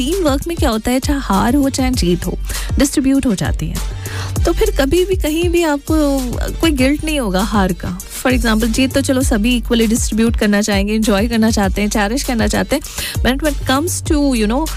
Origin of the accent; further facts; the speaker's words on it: Aligarh, Uttar Pradesh, India; नहीं मैं मुजफ्फरनगर से नहीं अलीगढ़ से हूँ.